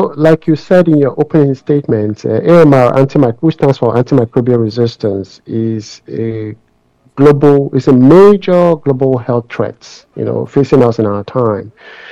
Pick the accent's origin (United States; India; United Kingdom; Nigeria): Nigeria; I don't know, you know, growing up in Nigeria, you may have heard people used to say that, oh, particular strains of malaria no longer respond to the malaria medication.